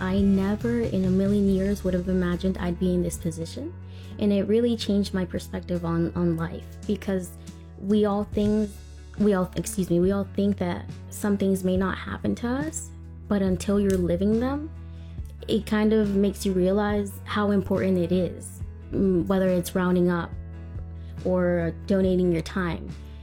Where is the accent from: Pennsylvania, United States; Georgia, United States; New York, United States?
Georgia, United States; Savannah; from Savannah.